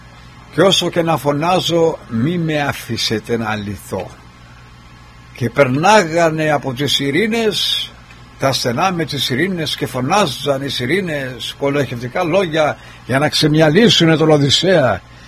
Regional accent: Kefalonia, Ionian Islands, Greece; στο νησί μου. Που εγώ μεγάλωσα εκεί και δεν είχαμε τέτοια πράγματα.

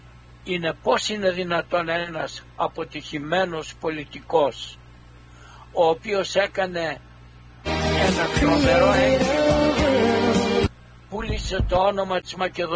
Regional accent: Drama, Eastern Macedonia and Thrace, Greece; Από τη Δράμα. Λοιπόν, το θέμα είναι ότι είχαμε ορισμένες συνοικίες που ήταν βουλγαρόφωνοι άνθρωποι. Πηγαίναμε, τότε ήμασταν νεαρά παιδιά, και πηγαίναμε να δούμε όμορφες κοπέλες στα βουλγάρικα, στις βουλγάρικες συνοικίες.

